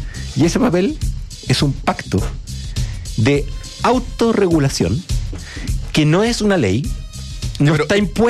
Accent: Chile; Sí, pero somos chilenos, tenemos un negocio aquí en Chile, tenemos el mercado en Chile.

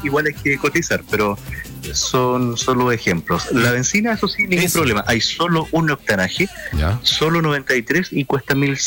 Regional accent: Valdivia, Los Ríos, Chile; yo vengo de Valdivia.

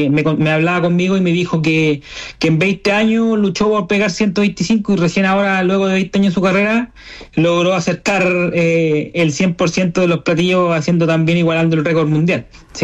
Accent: Ovalle, Coquimbo, Chile; Claro, yo soy nacido y criado acá en Ovalle, mi familia toda es de acá, de la cuarta región

